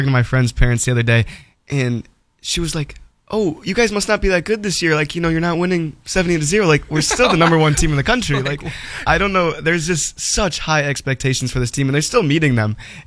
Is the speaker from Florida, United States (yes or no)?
no; St. Louis, Missouri, United States; I'm from the St. Loui